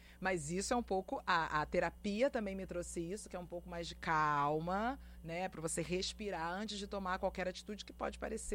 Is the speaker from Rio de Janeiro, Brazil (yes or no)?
yes; Rio de Janeiro, Brazil; Eu sou carioca, moro no Rio de Janeiro, mas vou a Salvador com frequência.